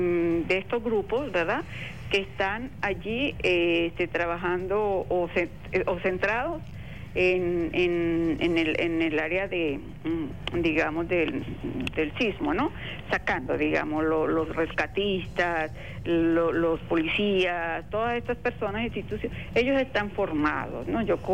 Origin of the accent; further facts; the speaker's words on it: Venezuela; eso que nos caracteriza a nosotros como venezolanos